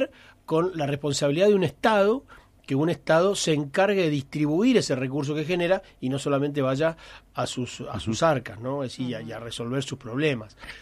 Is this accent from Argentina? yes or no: yes; Argentina